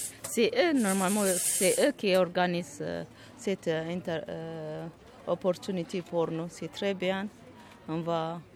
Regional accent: Ethiopia; moved away; Je suis venue d'Éthiopie, J'habite ici à La Panos.

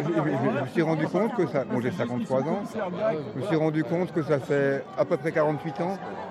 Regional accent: Grand Est, France; first language Alsatian; French is a second language; Alors, je suis alsacien … je suis bourgeron.

